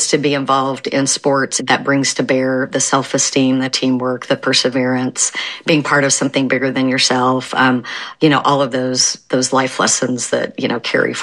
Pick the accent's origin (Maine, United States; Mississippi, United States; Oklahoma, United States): Oklahoma, United States; I grew up in Oklahoma, fourth generation Oklahomans, on both sides of my family